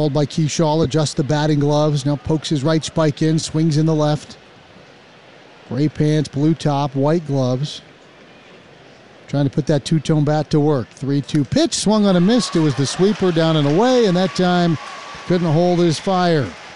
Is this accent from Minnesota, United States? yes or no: yes; Minnesota, United States; And I was like, oh, I'm Minnesotan.